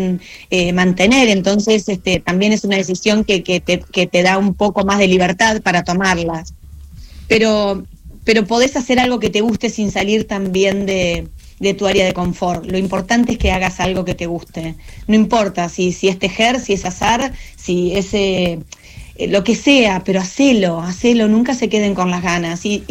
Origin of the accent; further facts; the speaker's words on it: El Triunfo, Buenos Aires Province, Argentina; moved away; also born or lived in Madrid; En mi pueblo se llama El Triunfo.